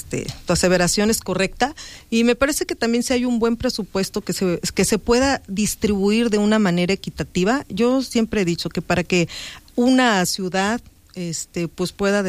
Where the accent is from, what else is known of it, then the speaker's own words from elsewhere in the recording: Cuautla, Morelos, Mexico; moved away as an adult; now in Cuernavaca, Mexico; yo soy originaria de Cuautla, tengo una residencia de más de 20 años en Cuernavaca